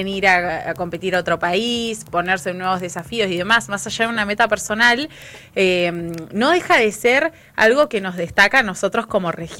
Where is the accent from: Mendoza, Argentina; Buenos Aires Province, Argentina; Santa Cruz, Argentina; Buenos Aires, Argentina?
Santa Cruz, Argentina; me da mucho orgullo como santacruceña